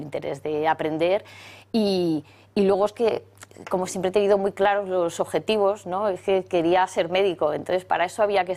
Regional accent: Segovia, Castile and León, Spain; Bueno, pues somos una familia de Segovia pues muy normal, muy, muy estándar. Soy la segunda de 4 hermanos.

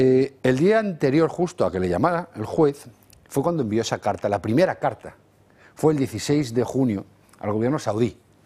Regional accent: Spain; pero a no pensar que somos gilipollas los españoles, también tenemos ese derecho.

